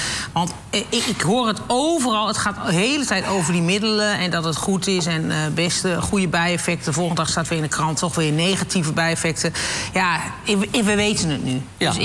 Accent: Netherlands; En dan ben je echt trots als Nederlander.

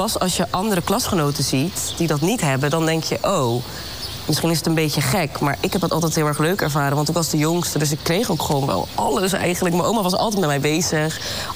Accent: Rotterdam, South Holland, Netherlands; ik ben geboren en getogen in de mooiste stad van Nederland. Rotterdam.

